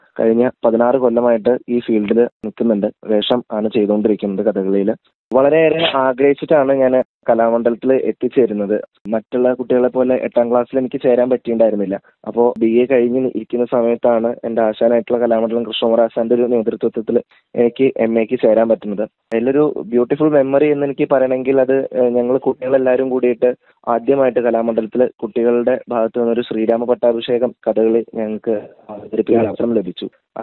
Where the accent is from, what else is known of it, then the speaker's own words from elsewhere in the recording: Thrissur, Kerala, India; ഞാൻ തൃശ്ശൂർ സ്വദേശിയാണ്. തൃശ്ശൂർ ആറങ്ങോട്ടുകര അടുത്താണ് താമസം.